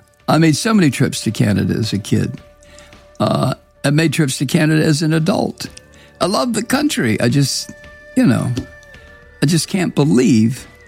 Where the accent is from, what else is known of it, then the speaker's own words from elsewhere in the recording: Toledo, Ohio, United States; I was brought up in Toledo, Ohio, on the shores of Lake Erie.